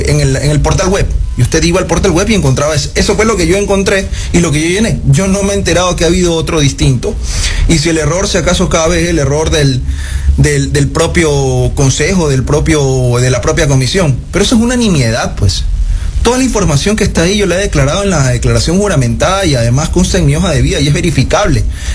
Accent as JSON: {"language": "Spanish", "country": "Ecuador", "said": "yo aquí estoy como ecuatoriano y además como postulante"}